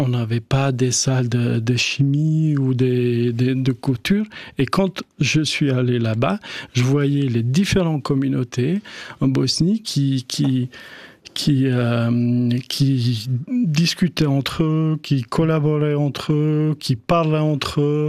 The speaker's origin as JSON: {"language": "French", "country": "Kosovo", "moved": "yes", "said": "95 quand je suis parti du Kosovo, mais les années noires, c'était jusqu'à fin des années 99 où il y a eu aussi la guerre."}